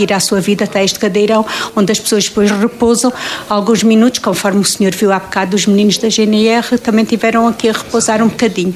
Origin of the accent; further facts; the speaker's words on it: Portalegre, Alentejo, Portugal; Eu, como alentejana, estou muito revoltada com o programa da Polis